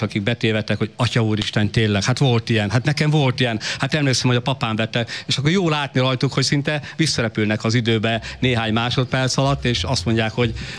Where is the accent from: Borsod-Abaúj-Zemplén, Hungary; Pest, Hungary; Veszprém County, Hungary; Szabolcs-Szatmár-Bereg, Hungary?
Veszprém County, Hungary; Adásztevel; én faluról származom, Adászteverről